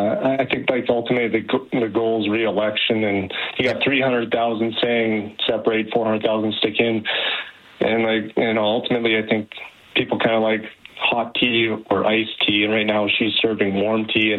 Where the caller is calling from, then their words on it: Alberta, Canada; as an Albertan